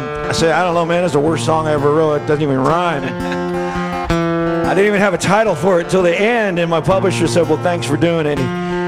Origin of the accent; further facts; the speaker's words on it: Los Angeles, California, United States; moved away; So I grew up in Hollywood, California in the 70s.